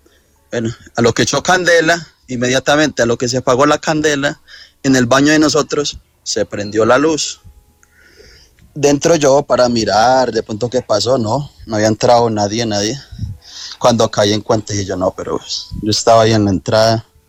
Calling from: Génova, Quindío, Colombia; Le hablo desde Genoa, Quindío.

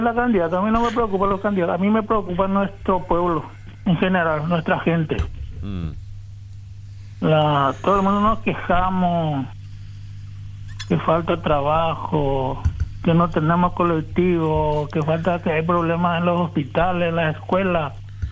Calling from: Paraguay; Qué vergüenza somos los paraguayos.

